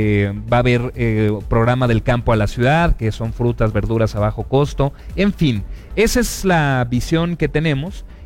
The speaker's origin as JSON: {"language": "Spanish", "region": "Mexico City", "country": "Mexico", "said": "yo soy de Coyoacán"}